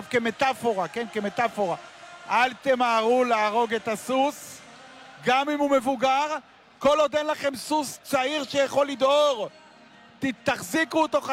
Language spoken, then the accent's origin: Hebrew; Haifa, Haifa District, Israel; גדלתי בסוג של היציע הזה, ביציע ג' המיתולוגי בקריית אליעזר. אני גאה בכך, ואני נולדתי כך ואני אמות כך